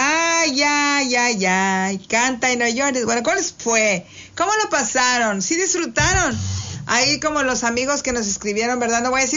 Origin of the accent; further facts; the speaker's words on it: Mexico; born there; Es una chulada ser mexicano. Gracias, Señor Dios. Bendito seas porque nacimos en México. ¡Viva México!